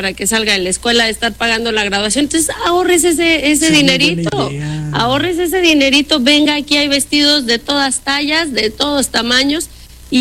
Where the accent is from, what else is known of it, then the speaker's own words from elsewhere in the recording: Mexico; soy mexicana.